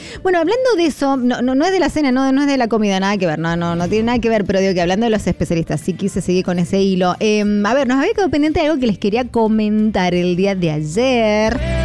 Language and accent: Spanish; Mendoza, Argentina; Qué mal que nos hace el viento sonda, o no, a los mendocinos. Por más que somos de Mendoza, vivimos aquí en Mendoza y estaríamos supuestamente acostumbrados al viento sonda.